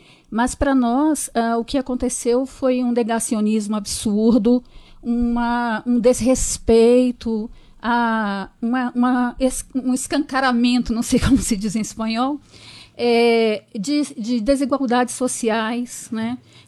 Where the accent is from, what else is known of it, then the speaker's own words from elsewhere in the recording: Minas Gerais, Brazil; born there; now in Bahia, Brazil; Eu nasci em Minas Gerais, mas vivo na Bahia, onde trabalho